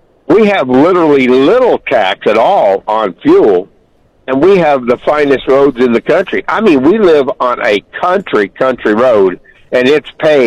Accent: Roanoke, Arkansas, United States; Oh, I'm from Roanoke, Arkansas, but the farm is in Winslow, Arkansas.

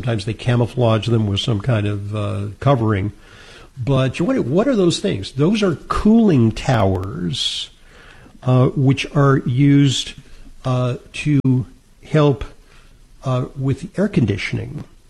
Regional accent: New York City, New York, United States; there's this thing going around in my hometown in New York City, Legionnaire's disease.

